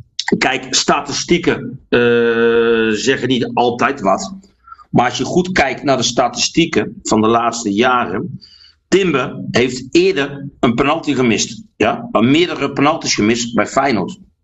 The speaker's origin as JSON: {"language": "Dutch", "country": "Netherlands", "also_born_or_lived": "Kenya", "moved": "as an adult", "said": "Wij denken als Nederlanders."}